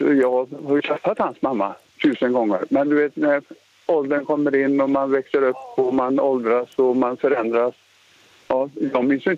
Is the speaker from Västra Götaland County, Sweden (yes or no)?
yes; Trollhättan, Västra Götaland County, Sweden; also born or lived in Finland; Jag är givetvis född i Finland, men sen så växte vi upp i Trollhättan.